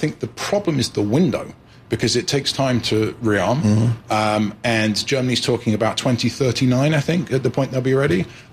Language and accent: English; United Kingdom; which makes me as a British a Britisher rather jealous, because I used to have an Italian passport, de jure.